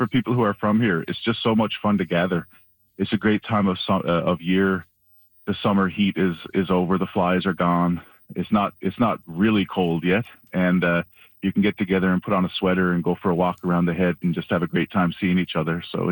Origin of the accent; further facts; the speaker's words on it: Cow Head, Newfoundland and Labrador, Canada; moved away; it's my hometown.